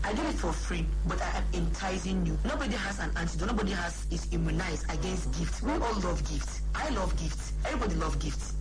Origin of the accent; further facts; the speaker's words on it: Kaduna State, Nigeria; I'm from Nigeria, local, a small Nigeria, Southern Kaduna, one of the minorities. I'm Chawe by tribe.